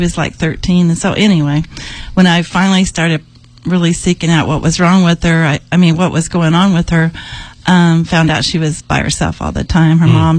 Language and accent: English; Augusta, Georgia, United States; also born or lived in Dayton, United States / Dallas, United States; Well, I grew up in Augusta, Georgia